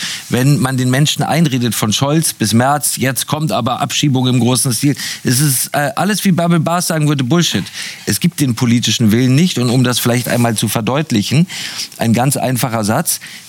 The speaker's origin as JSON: {"language": "German", "country": "Germany", "said": "wenn ich als Deutscher aus London wiederkomme"}